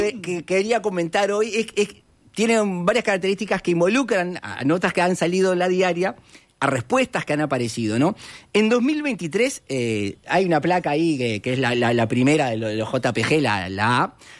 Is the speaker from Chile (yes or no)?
no; Uruguay